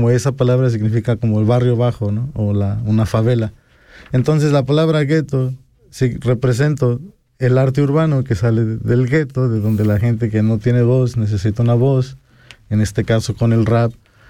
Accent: Pachuca, Hidalgo, Mexico; Yo soy de Pachuca, Hidalgo

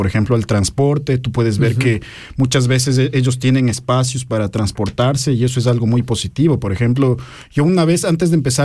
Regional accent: Ecuador; por ese lado es importante también para mí como ecuatoriano estar preparado en este tipo de cosas

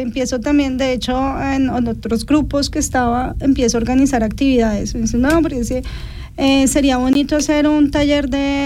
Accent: Colombia; Sí, bueno, pues es que soy colombiana y al final creo que eso

